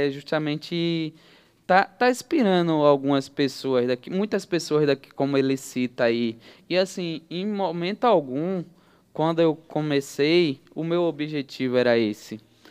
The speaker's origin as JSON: {"language": "Portuguese", "region": "Alagoas", "country": "Brazil", "tie": "born or raised there", "moved": "yes", "said": "era um objetivo meu correr em Alagoas. Por ser minha terra natal"}